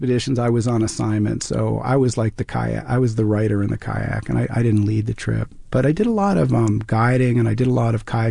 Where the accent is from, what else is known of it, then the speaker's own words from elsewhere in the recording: New York City, New York, United States; So I grew up in Brooklyn Heights, which is, it's a genteel neighborhood above the piers, right across from the financial district in Brooklyn.